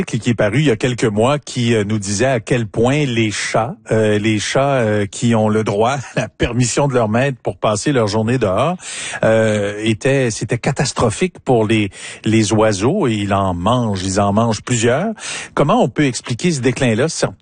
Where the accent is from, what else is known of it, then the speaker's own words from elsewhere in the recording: Quebec, Canada; chez nous au Bas-Saint-Laurent?